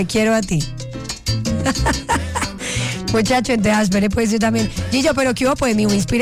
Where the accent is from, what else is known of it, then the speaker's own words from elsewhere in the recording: Cali, Valle del Cauca, Colombia; como yo soy caleña, pues nosotros en Cali tenemos unos canticos dentro de las canciones